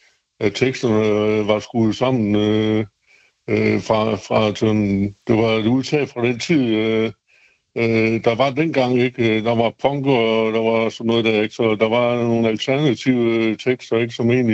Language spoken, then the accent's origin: Danish; Aarhus, Central Denmark Region, Denmark; Jamen, fordi at jeg er fra Aarhus, og hvad det var noget af det musik, jeg lyttede til.